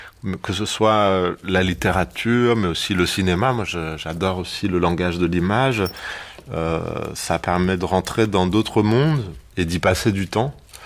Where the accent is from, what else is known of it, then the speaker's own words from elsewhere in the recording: Ivry-sur-Seine, Île-de-France, France; quand j'étais donc lycéen aux ateliers théâtre d'Ivry-sur-Seine, là où j'ai grandi, on avait travaillé sur Outrage au public